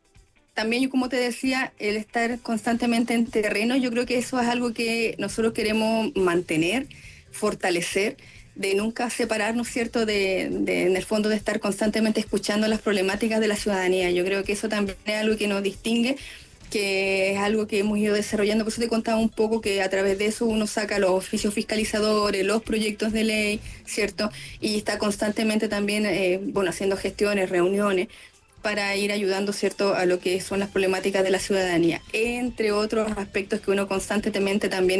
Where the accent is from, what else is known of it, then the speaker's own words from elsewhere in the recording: Chile; Si soy una ciudadana chilena como cualquier otra, ¿cierto?